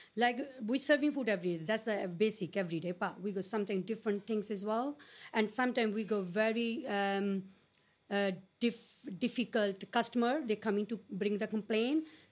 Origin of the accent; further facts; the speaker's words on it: India; English is a second language; I'm come from India. So when I apply the job here, I just normal.